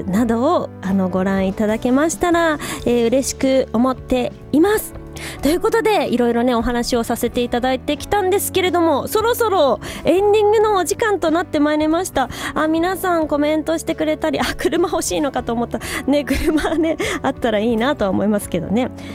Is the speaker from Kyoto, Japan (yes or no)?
no; Niigata, Japan; 私の地元新潟公演、長岡の音楽食堂にて夜公演が決まっております。